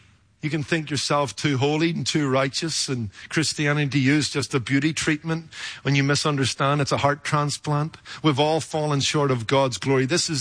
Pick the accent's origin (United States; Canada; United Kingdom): United Kingdom; Northern Ireland; I saw something of this growing up in Northern Ireland in a culture that was divided.